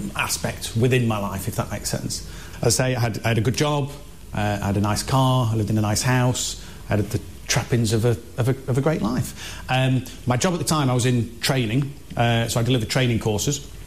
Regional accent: Sheffield, Yorkshire and the Humber, United Kingdom; moved away as an adult; now in Wakefield, United Kingdom; English through and through, England born and bred. I was born and raised in Sheffield. I live in Wakefield in West Yorkshire now. But yes, yeah, as English as I think you can get. I'm of a Christian background, Church of England.

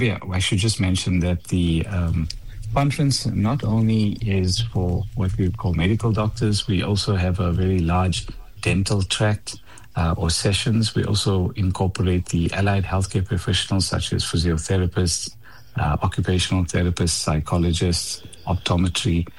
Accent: South Africa

